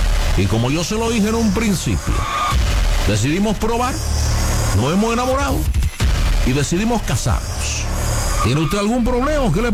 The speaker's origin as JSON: {"language": "Spanish", "country": "Cuba", "said": "Yo soy cubano. Soy ciudadano americano."}